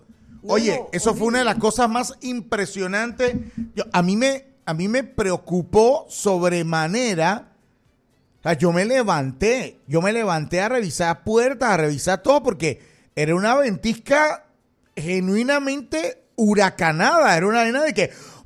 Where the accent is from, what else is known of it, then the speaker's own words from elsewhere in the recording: Panama; yo no soy brasileño, soy panameño.